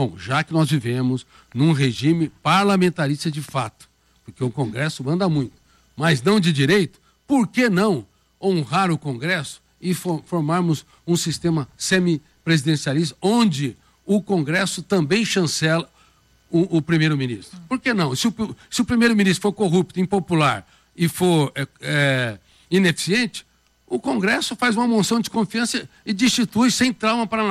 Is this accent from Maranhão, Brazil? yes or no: no; Colina, São Paulo, Brazil; born there